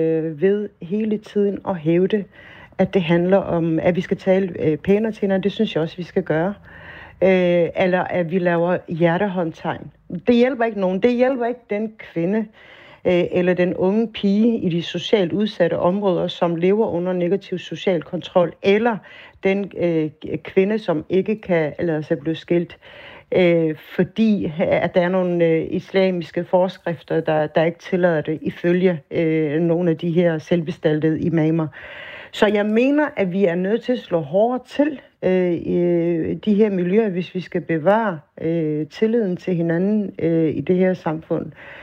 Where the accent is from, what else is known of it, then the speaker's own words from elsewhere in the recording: Odense, Region of Southern Denmark, Denmark; jeg er vokset op i Vollsmose.